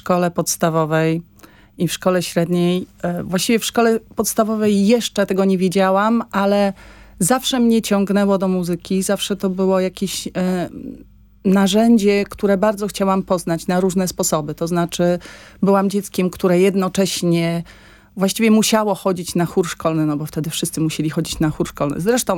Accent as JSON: {"language": "Polish", "town": "Jankowo", "region": "Warmian-Masurian Voivodeship", "country": "Poland", "tie": "born or raised there", "also_born_or_lived": "Olsztyn", "said": "Urodziłam się w Olsztynie, ale wychowałam się i mieszkałam od dziecka w Jankowie, w takiej niedużej miejscowości gminnej koło Olsztyna, 20 kilometrów od Olsztyna"}